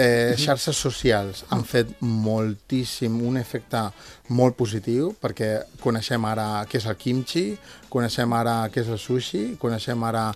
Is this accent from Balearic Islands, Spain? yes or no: no; Barcelona, Catalonia, Spain; jo, evidentment, se'm nota que som de Barcelona